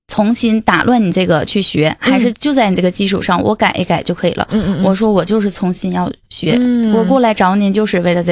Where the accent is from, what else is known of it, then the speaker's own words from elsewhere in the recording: Northeast China, China; 因为我们就是东北这边的学生